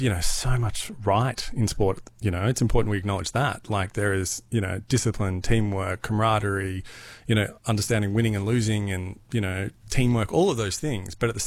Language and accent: English; New South Wales, Australia; No, I grew up in New South Wales. I loved footy, sport. That was kind of my identity.